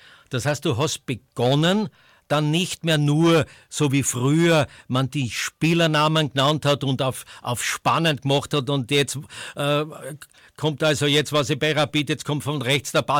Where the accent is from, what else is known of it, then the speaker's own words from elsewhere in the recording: Graz, Styria, Austria; Als erstes habe ich ja Fußball gemacht, als Grazer bevor ich dann hinaus in die weite Welt durfte